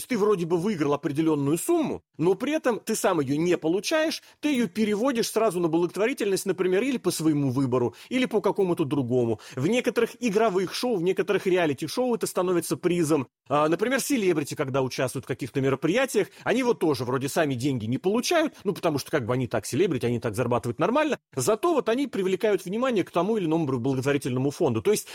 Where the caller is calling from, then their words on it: Russia; я пишусь из России